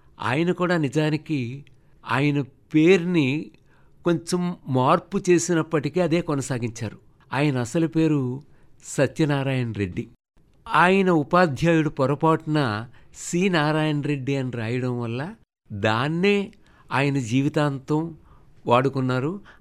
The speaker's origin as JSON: {"language": "Telugu", "town": "Pasalapudi", "region": "Andhra Pradesh", "country": "India", "tie": "born or raised there", "said": "నా స్వగ్రామం తూర్పుగోదావరి జిల్లాలోని రామచంద్రపురం దగ్గరుండేటువంటి పసలపూడి అనేటువంటి ఊరు."}